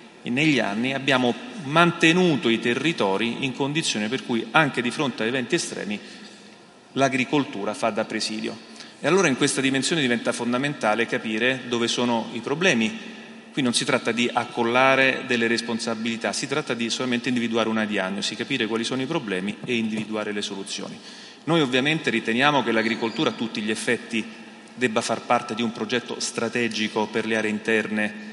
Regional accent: Rome, Lazio, Italy; Io stesso vengo da Roma e faccio l'imprenditore a Roma.

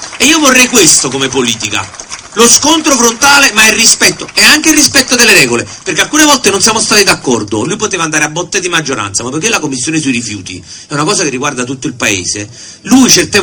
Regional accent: Naples, Campania, Italy; mai avrei pensato di partecipare a un dibattito, alla festa della Lega, da napoletano e da meridionale

